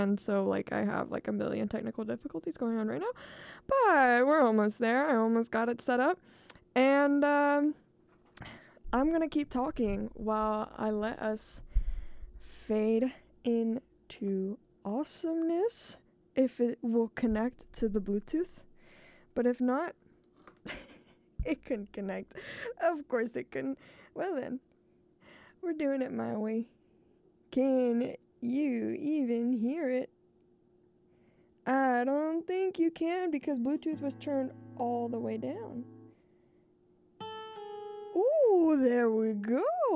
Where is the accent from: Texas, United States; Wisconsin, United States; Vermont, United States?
Texas, United States; Houston; my family actually moved out into the middle of country nowhere, and so I drove 2 hours all the way back to my hometown of H-Town